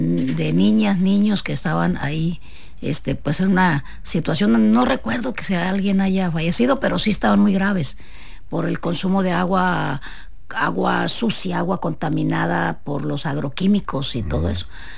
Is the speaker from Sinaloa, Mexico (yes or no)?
yes; Sinaloa, Mexico; born there; Yo nací en un pueblo de la sierra de Sinaloa